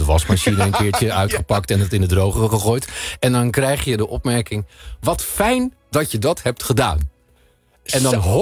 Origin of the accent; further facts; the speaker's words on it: Netherlands; Maar zijn wij Nederlanders complimentengevers?